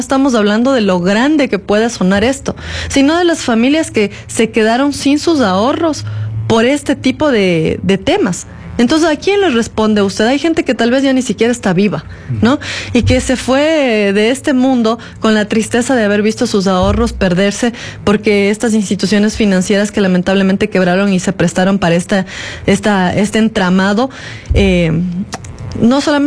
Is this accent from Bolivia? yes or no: no; Ecuador; a nosotros como ecuatorianos nos ha perjudicado